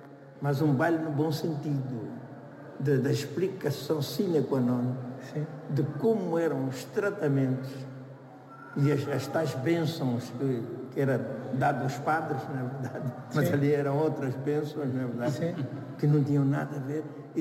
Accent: Angola; depois os tratamentos, os milongos, que nós temos em Angola.

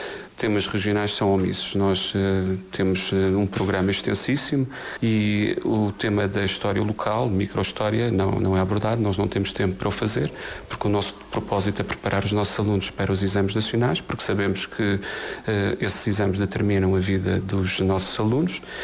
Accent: Madeira, Portugal; nós, enquanto madeirenses

